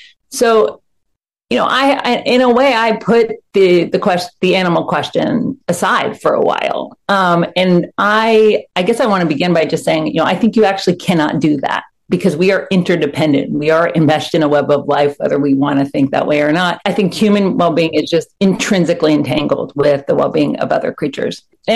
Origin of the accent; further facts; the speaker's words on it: Athens, Georgia, United States; moved away; And as I got older and I left Georgia, I grew up in Athens, Georgia. I got introduced as a teenager to socialism, to democratic socialism, to more economic and materialist critique.